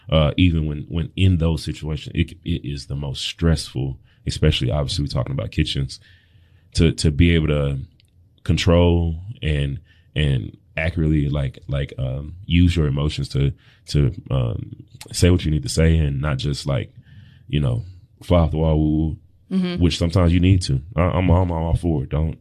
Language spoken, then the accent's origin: English; Tennessee, United States; being that, you know, we're in Tennessee and I grew up in Tennessee, you know, it's a landlocked state